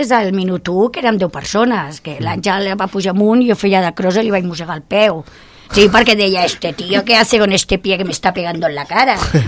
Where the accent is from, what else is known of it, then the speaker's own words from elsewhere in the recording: El Prat de Llobregat, Catalonia, Spain; Jo sóc nascuda al Prat de Llobregat, i el Prat de Llobregat ara és tota una ciutat, és molt emblemàtica. I abans no, abans érem els pagesos del cercle de metropolità de Barcelona